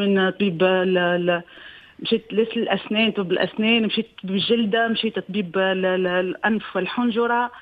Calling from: Nabeul, Nabeul Governorate, Tunisia

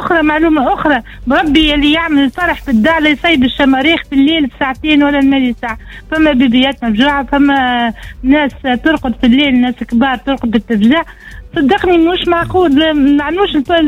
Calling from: El Mahrès, Sfax Governorate, Tunisia

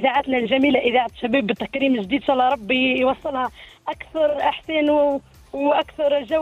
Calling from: Regueb, Sidi Bouzid, Tunisia; من الرقاب.

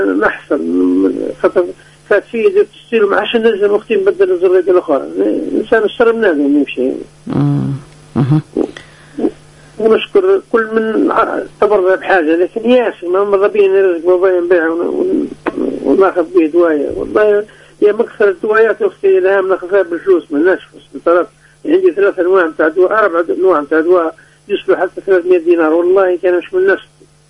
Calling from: Ben Gardane, Medenine, Tunisia; من بنقردين،

